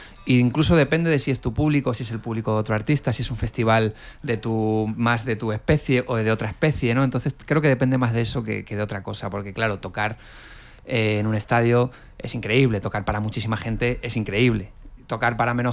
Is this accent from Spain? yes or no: yes; Canary Islands, Spain; Llámalo sandalia si quieres en peninsular. Yo como canario te digo la chola.